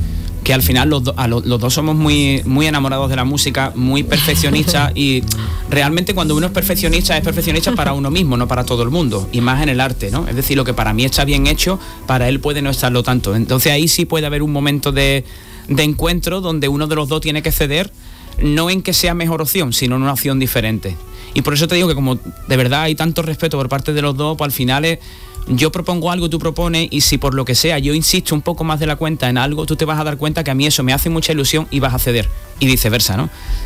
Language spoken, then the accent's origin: Spanish; Cádiz, Andalusia, Spain; como somos de Cádiz los dos